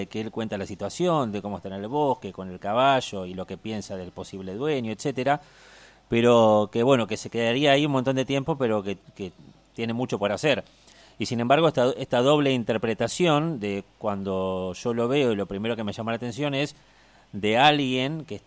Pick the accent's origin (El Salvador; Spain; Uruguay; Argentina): Argentina; yo soy de Argentina.